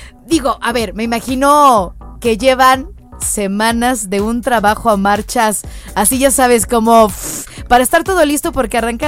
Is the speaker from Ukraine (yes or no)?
no; Mexico; now in Jalisco, Mexico; el Día del Muertos a mí me llena mucho de orgullo como mexicana.